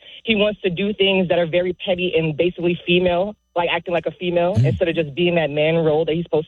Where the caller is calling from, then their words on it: Los Angeles, California, United States; I'm calling from Los Angeles, Eastside.